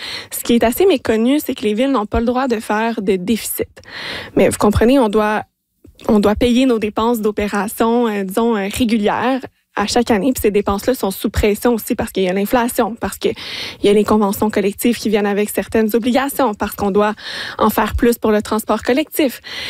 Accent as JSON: {"language": "French", "town": "Longueuil", "region": "Quebec", "country": "Canada", "said": "chez nous à Longueuil"}